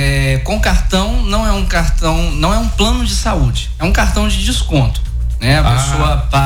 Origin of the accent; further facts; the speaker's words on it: Mantena, Minas Gerais, Brazil; eu sou de Mantena.